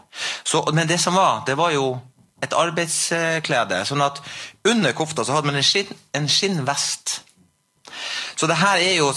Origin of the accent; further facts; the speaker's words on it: Porsanger, Finnmark, Norway; Jeg er fra Porsanger